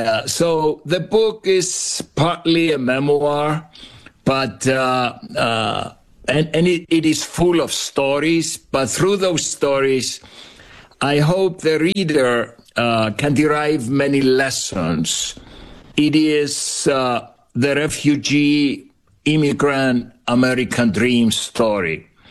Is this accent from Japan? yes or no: no; Cyprus; also born or lived in Famagusta; Yeah, I was born on the island of Cyprus. I'm Greek Cypriot. Actually, my wife and I were both Greek Cypriots. We grew up in Cyprus. And Jason, I was born in a very small village, no more than 1,000 people, this back in the 1950s.